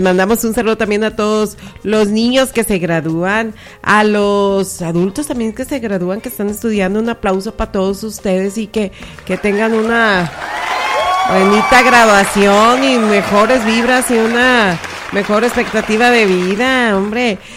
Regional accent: Nayarit, Mexico; Porque no nos rajamos como nayaritas, porque no nos rajamos como mexicanos.

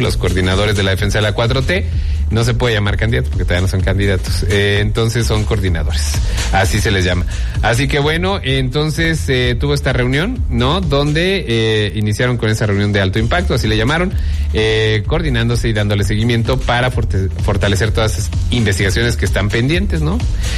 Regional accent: Mexico

